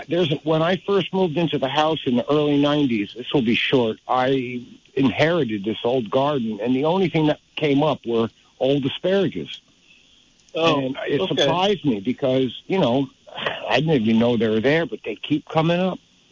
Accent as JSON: {"language": "English", "region": "New Jersey", "country": "United States", "tie": "born or raised there", "said": "and I grew up in Jersey, but I don't want anyone to know that."}